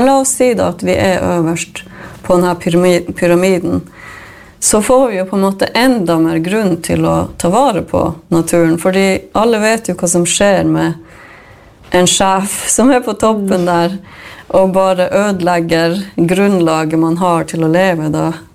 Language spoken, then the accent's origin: Swedish; Sweden; jag är ju same. Jag är ju inte från Amerika, liksom, vad som sker.